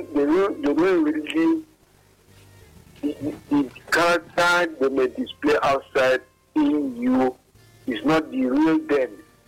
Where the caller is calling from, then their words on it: Calabar, Cross River, Nigeria; from Calabar South.